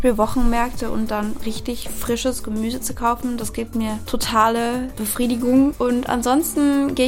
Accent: Cologne, North Rhine-Westphalia, Germany; Ich komme aus dem Rheinland, aus Köln.

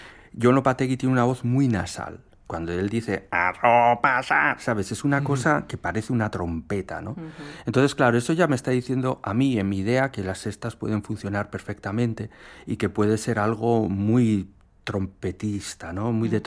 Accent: Basque Country, Spain; es de mi pueblo

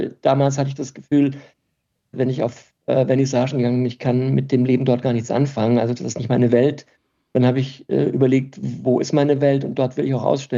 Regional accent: Karlsbad, Baden-Württemberg, Germany; moved away as an adult; also born or lived in Munich; Ich bin in Karlsruhe aufgewachsen, also noch nicht mal in Karlsruhe, sondern in Karlsbad. Dort habe ich meine ganze Jugend verbracht.

